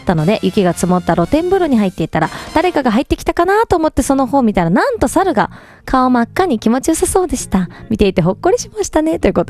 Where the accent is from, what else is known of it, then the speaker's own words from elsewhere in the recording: Miyazaki, Japan; なんか私九州宮崎の出身なんで、やっぱこう海岸線ってすごくなんかこう心地いいというか